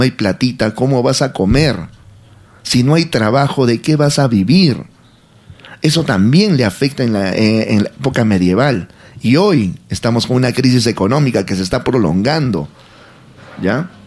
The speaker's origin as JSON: {"language": "Spanish", "country": "Peru", "said": "acá es el Perú"}